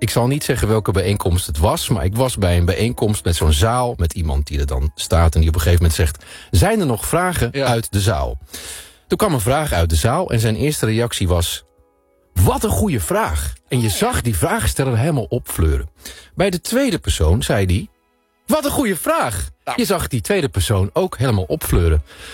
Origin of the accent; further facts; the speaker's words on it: Netherlands; Maar zijn wij Nederlanders complimentengevers?